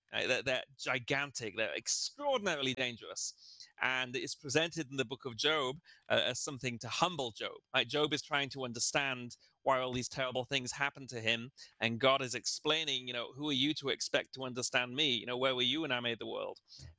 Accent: England, United Kingdom; moved away as an adult; now in Israel; growing up in England, I did not have these animals. And moving to Israel

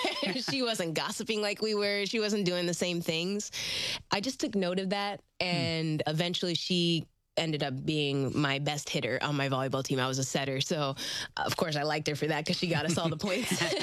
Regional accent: Manila, Metro Manila, Philippines; born there

